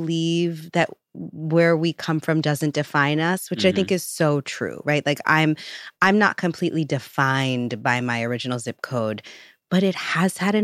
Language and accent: English; New York, United States; I think one of the biggest gifts for me growing up on Pugsley Avenue was that pool in the center of Jamie Towers.